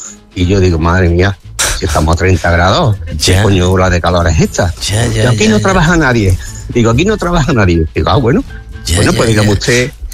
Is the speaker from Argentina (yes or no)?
no; Córdoba, Andalusia, Spain; Y después, otro año, como yo soy de Córdoba, lógicamente, ¿quién no tiene un apartamentito o un pisito en la playita